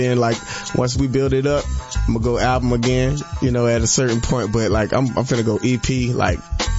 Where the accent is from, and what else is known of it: Florida, United States; born there